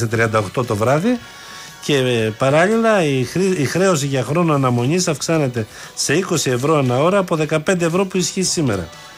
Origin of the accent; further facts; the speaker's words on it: Paleros, Western Greece, Greece; άμα πάει από το χωριό μου από την Πάδερο στη Βόνιτσα